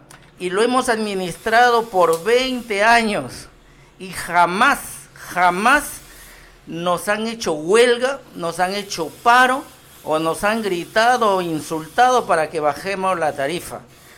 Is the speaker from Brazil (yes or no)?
no; Túcume, Lambayeque, Peru; mi pueblo de Túcume